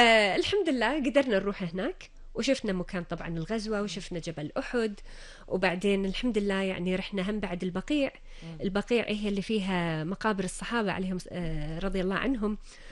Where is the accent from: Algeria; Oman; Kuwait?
Kuwait; اطلع من الكويت من الاجواء الصحراويه الحاره اللي عندنا اللي احنا متعودين عليها بمنطقه الخليج